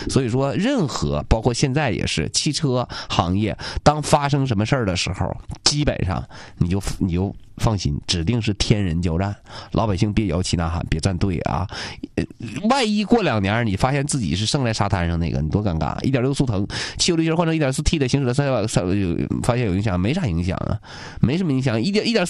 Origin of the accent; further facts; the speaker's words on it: China; 其实咱们中国人骨子里还是比较善战。